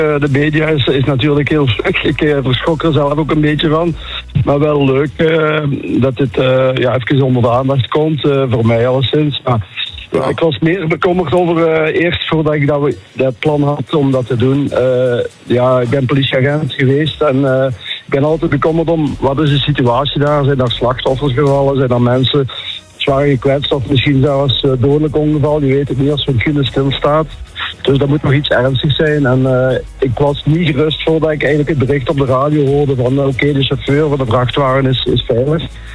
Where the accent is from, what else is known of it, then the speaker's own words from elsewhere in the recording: Hamont-Achel, Flanders, Belgium; now in Pelt, Belgium; hier in mijn omgeving in Pelt, en ik ben zelf afkomstig van Hamond-Achel